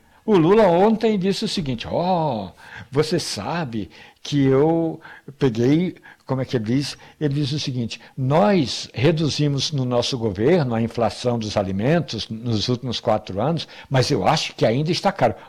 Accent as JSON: {"language": "Portuguese", "country": "Brazil", "said": "Eu sou do Brasil, sou brasileiro."}